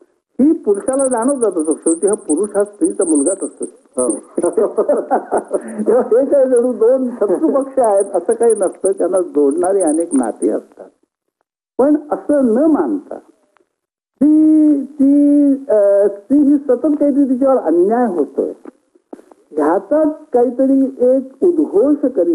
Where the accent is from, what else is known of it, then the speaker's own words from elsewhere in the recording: Mumbai, Maharashtra, India; मी मुंबईकर आहे, मुंबईकर म्हणजे मुंबईतच माझा जन्म झाला, मुंबईतच मी वाढलो, मुंबईतल्या गिरगावात माझं लहानपण गेलं, तिथे मी शिकलो, तिथे तिथल्या बहुरंगी समाजात मी जगतो आज.